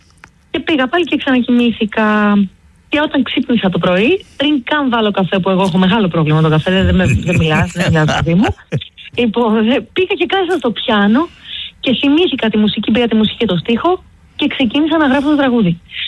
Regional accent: Drama, Eastern Macedonia and Thrace, Greece; now in Athens, Greece; Να σου πω ότι όταν κατέβηκα στην Αθήνα, επειδή εγώ ήρθα από τη Δράμα και η Αθήνα ήταν πολύ χαοτική, ψάχναμε με την αδερφή μου να πάμε σε μέρη που μας ήταν πιο οικία.

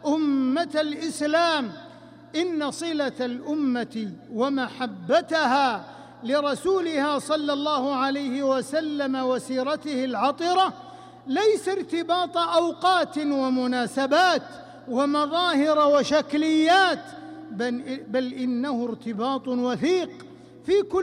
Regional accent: Saudi Arabia; جعل بلادنا المملكة العربية السعودية

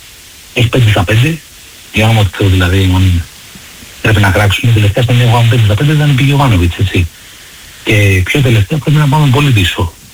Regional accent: Vyronas, Attica, Greece; επειδή είμαι από το Βύρονο και είναι γέννημα θέμα, έχουμε μικρό παιδί υποστηρίζω τον Παναθηναϊκό

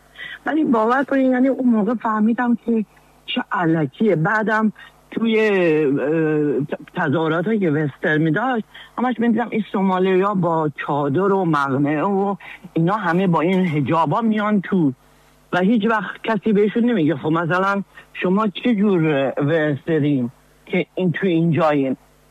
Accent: Iran; now in Sweden; اومده بودم سوئد، بعد از اینکه خب حالا اقامت گرفتیم و کلاس اسی بی رفتیم، اولین کاری که گرفتم، خب چون از ایران اومدم فکر میکردم خب باید اینجا مثل سیاسی باشی

